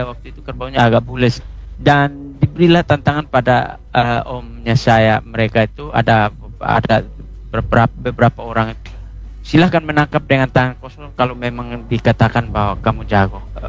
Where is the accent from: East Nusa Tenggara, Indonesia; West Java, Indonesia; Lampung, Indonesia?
East Nusa Tenggara, Indonesia; istilah orang-orang kami orang Atoni itu bilang klis.